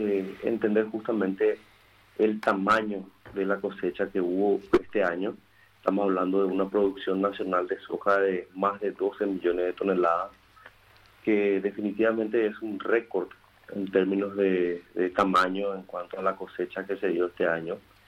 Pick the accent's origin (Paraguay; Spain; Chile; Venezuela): Paraguay